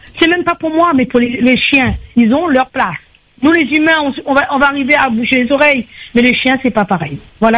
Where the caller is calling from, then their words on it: Sainte-Marie, Réunion; À Sainte-Marie, dans les Hauts, oui. Je suis à Flacourt.